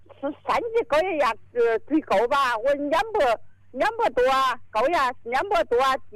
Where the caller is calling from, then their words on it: Jingmen, Hubei, China; 我是金门市东宝区石桥一村的人。